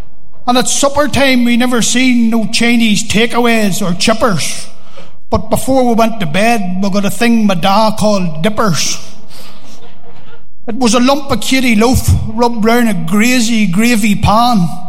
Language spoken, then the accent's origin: English; Armagh, Northern Ireland, United Kingdom; growing up in Crossmore Green. There was 15 heads to feed and no room for fussy eaters.